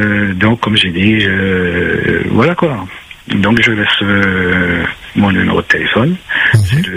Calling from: Nord-Est, Réunion; du Nord-Est.

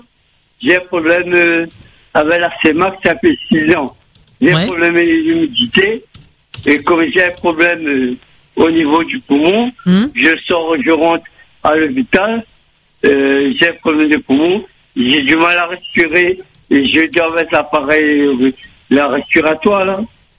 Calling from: Saint-André, Réunion; Non, j'habite à Saint-André.

